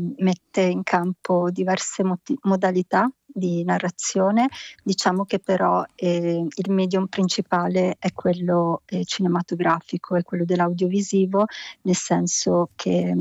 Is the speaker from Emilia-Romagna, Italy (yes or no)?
yes; Bologna, Emilia-Romagna, Italy; also born or lived in Eritrea; E io sono nata in Eritrea, ma 2 anni ero già in Italia, a Bologna, e sono riuscita ad andare in Eritrea a vedere la mia terra d'origine solo a 37 anni